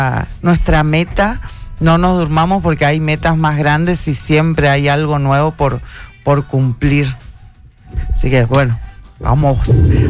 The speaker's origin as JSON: {"language": "Spanish", "country": "Argentina", "said": "lloramos como argentinos"}